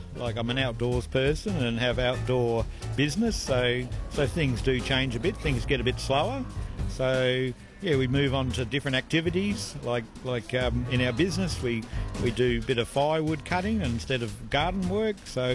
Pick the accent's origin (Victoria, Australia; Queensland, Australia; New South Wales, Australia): Queensland, Australia; Toowoomba; I'm from Toowoomba.